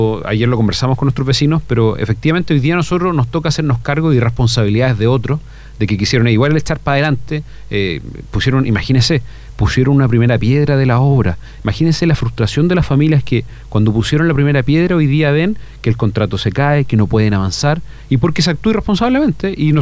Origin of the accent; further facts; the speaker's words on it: Ñuble, Chile; aquello que nos pone orgulloso como ñublensino y como chileno